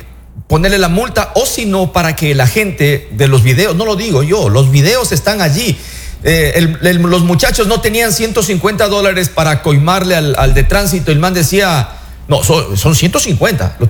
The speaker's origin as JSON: {"language": "Spanish", "country": "Ecuador", "said": "nosotros como ecuatorianos"}